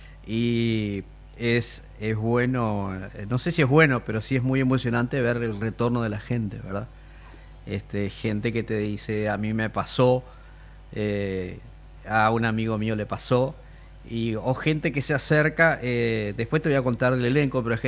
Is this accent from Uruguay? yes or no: yes; Uruguay; Hace demasiados años que soy uruguayo